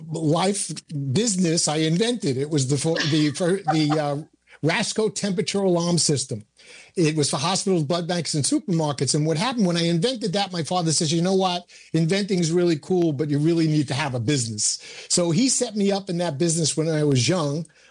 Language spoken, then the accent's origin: English; New York City, New York, United States; born there; I was born in Brooklyn, New York, in 1948. That sounds so long ago, and it was 77 years ago.